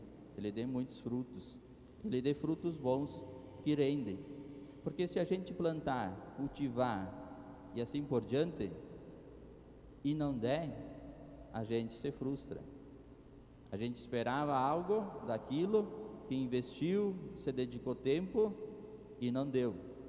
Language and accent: Portuguese; Marau, Rio Grande do Sul, Brazil; moved away as an adult; eu sou ali natural de Marau.